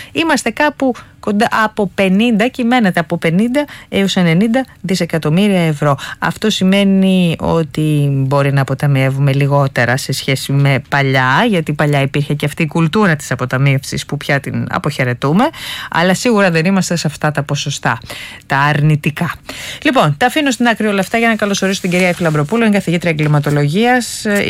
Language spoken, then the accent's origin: Greek; Greece; εμείς ως Έλληνες